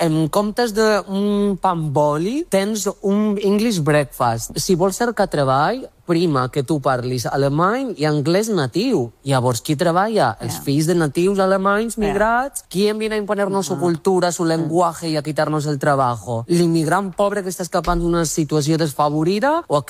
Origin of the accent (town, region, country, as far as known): Magaluf, Balearic Islands, Spain; born or raised there